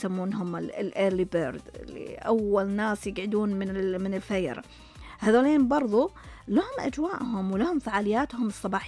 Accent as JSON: {"language": "Arabic", "country": "Saudi Arabia", "said": "هنا في السعودية. يعني ما شاء الله ديرتنا قارة ما بين أجواء"}